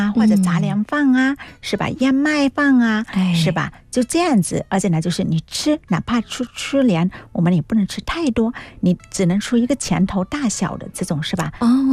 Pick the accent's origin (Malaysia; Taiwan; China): China; 就是因为你可能完全一个人不吃肉，对我们中国人或者这东亚人的胃来说太难受了是吧